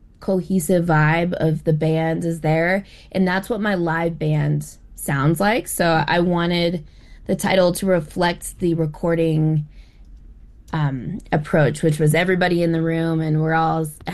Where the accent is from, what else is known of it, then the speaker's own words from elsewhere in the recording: Alaska, United States; also born or lived in Miami; now in Denver, United States; I'm based here in Denver. I'm originally from Alaska, and my roots are in the Tsimshian and Tsuk'ipiaq tribes.